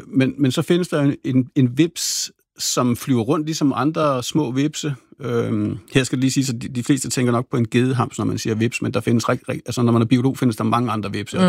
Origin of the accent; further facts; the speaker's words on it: Rødvig, Zealand, Denmark; jeg voksede op nede i Rødevig, hvor jeg lå og sejlede rundt i min optimistjolle og på min windsurfer